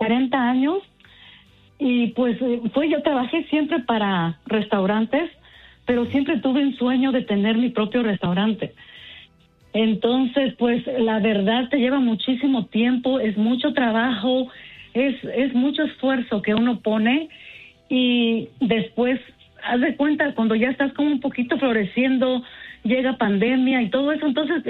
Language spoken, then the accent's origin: Spanish; Oaxaca, Mexico; now in Monterey Park, United States; Yo soy de la Mixteca de Oaxaca